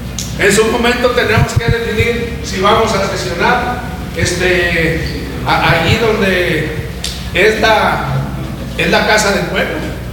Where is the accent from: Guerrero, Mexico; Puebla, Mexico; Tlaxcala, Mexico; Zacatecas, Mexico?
Zacatecas, Mexico; nosotros somos zacatecanos, somos parte del Estado y también somos mexicanos.